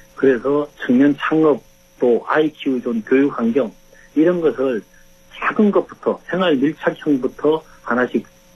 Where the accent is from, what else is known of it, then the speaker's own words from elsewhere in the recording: Yecheon, North Gyeongsang, South Korea; 우리 고향 예천에는 사실 자랑거리가 많습니다.